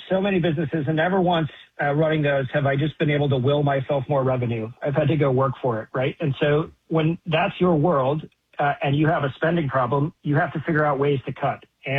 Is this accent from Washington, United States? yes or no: yes; Tacoma, Washington, United States; You know, I grew up in Tacoma. I remember being in middle school, and I had to do a report on the startup community in Seattle.